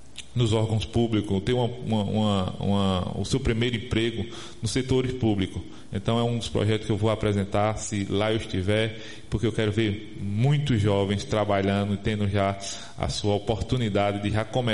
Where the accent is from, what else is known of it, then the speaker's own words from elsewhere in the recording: Garanhuns, Pernambuco, Brazil; Sou natural de Garanhuns.